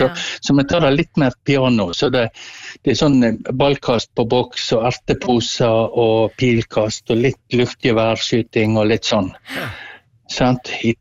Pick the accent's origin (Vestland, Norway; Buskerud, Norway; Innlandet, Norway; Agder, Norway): Vestland, Norway; Osterøy; born or raised there